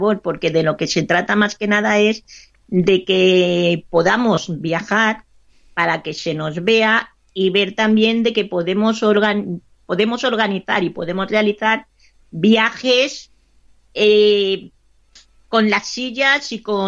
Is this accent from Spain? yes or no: yes; Madrid, Community of Madrid, Spain